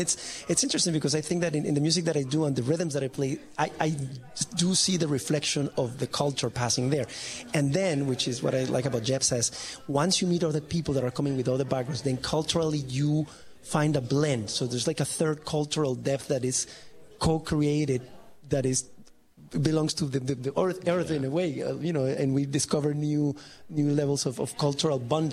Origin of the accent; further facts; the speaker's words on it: Bogotá, Colombia; English is a second language; I'm originally from Colombia. I'm from Bogota.